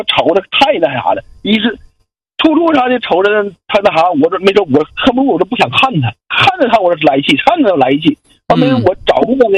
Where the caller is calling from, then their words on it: Hebei, China; 我是河北的。